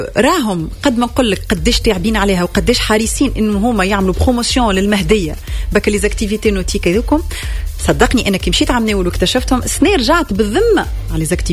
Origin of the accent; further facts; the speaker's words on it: Tunisia; انا مثلا احسن هاني انا تونسية منش اجنبية